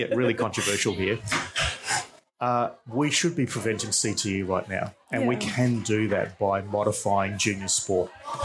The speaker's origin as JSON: {"language": "English", "town": "Perth", "region": "Western Australia", "country": "Australia", "tie": "born or raised there", "moved": "as an adult", "lives_now": "Melbourne, Australia", "said": "So I grew up in Perth. I was born in Perth. I grew up in Perth. I did my studies in Perth. And so Perth at that time was a very small town, and relatively it's much bigger now, but it's still quite small compared to Melbourne."}